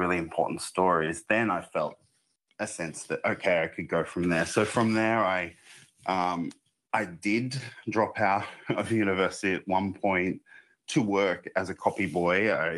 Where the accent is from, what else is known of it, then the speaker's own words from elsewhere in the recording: Bourke, New South Wales, Australia; one of the only, you know, Blackfellas that I saw on television growing up in Bourke. We only had three channels, SBS, ABC and Imparja.